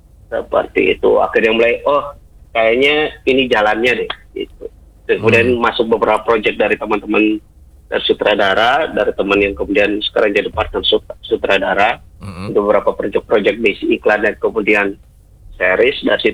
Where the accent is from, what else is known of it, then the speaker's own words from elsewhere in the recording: Maluku, Indonesia; saya asli Maluku